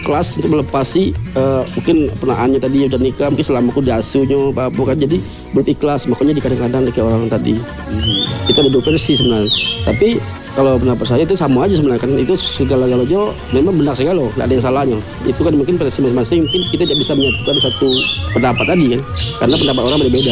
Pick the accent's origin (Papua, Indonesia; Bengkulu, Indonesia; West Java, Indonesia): Bengkulu, Indonesia; kita orang Bengkulu